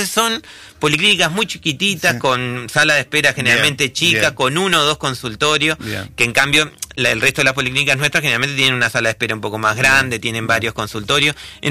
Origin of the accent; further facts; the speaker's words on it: Colonia, Uruguay; Yo soy de Colonia y me cuesta saber el nombre de cada barrio